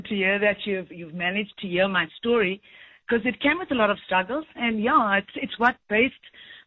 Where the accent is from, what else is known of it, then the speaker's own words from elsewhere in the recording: Durban, KwaZulu-Natal, South Africa; Chatsworth. Of course, that's, you know, the heart of whe